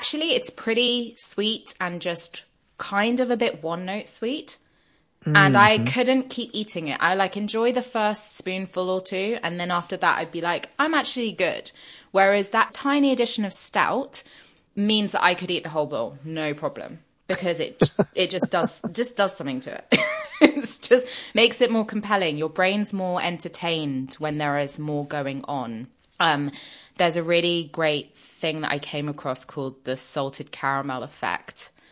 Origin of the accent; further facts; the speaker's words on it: Paris, Île-de-France, France; because I grew up in Paris